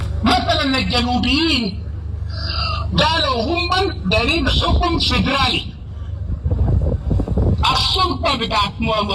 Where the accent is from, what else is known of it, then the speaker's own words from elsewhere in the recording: Sudan; لكن بإرادتهم بإرادتهم كسودانيين